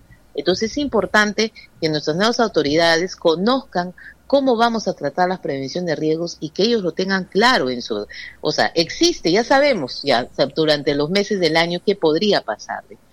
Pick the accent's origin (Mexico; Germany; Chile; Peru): Peru